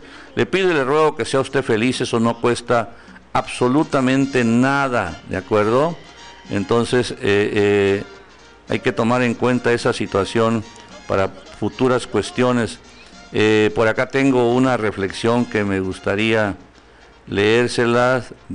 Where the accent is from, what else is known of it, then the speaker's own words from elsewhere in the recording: Jiquipilas, Chiapas, Mexico; Siempre lo escucho en la radio, soy de Jiquipilas, felicidades, saludos a todos mis amigos jiquipiltecos que tengo allá